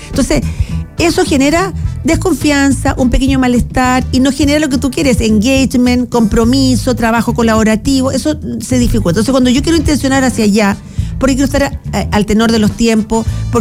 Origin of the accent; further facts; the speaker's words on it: Chile; Nosotros como cultura chilena somos un poco...